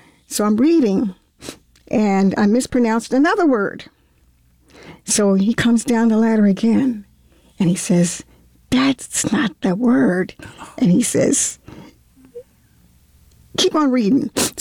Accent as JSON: {"language": "English", "town": "Baltimore", "region": "Maryland", "country": "United States", "tie": "born or raised there", "said": "I was born in Baltimore."}